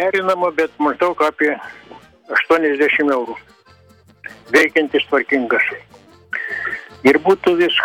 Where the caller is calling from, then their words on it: Kaunas, Kaunas County, Lithuania; aš iš Kauno.